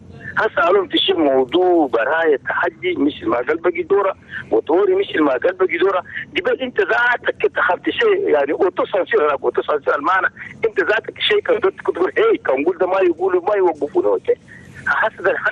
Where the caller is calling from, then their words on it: Doba, Logone Oriental, Chad; الحمد لله